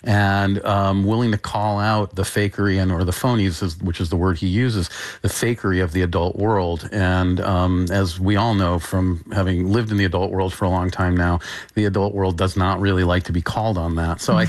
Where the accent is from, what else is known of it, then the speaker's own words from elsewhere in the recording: New York City, New York, United States; I grew up in New York on the Upper East Side.